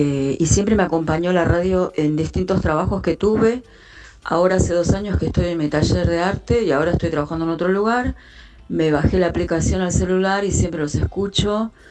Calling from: Tablada, Buenos Aires Province, Argentina; de Tablada.

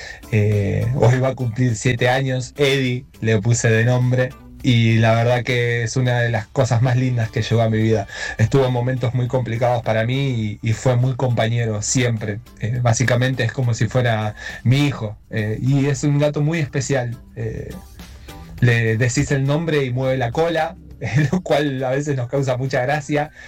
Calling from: Morón, Buenos Aires Province, Argentina; de Morón.

